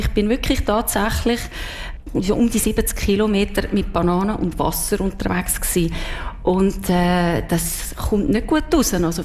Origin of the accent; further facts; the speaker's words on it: Zurich, Switzerland; accent: Zürich German; also born or lived in Olten; now in Solothurn, Switzerland; Ich habe extrem schnell den Dialekt angenommen, und spannenderweise ist gerade letztes Jahr das Jubiläum von meiner Mittelschule gewesen, von der Kante Olten. Und dort hat mir erstaunlicherweise jemand gesagt … warum redest du Zürichdeutsch? Und ich so, das habe ich immer schon geredet.